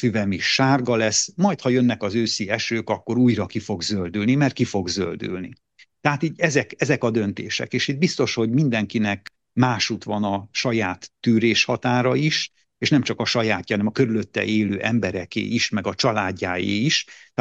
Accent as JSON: {"language": "Hungarian", "country": "Hungary", "said": "mi mint közösség, mi mint magyar nemzet, magyar állampolgárok"}